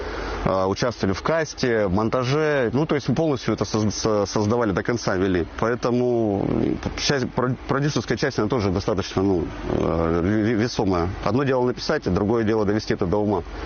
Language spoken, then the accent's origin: Russian; Kurgan, Kurgan Oblast, Russia; Я родом из Кургана.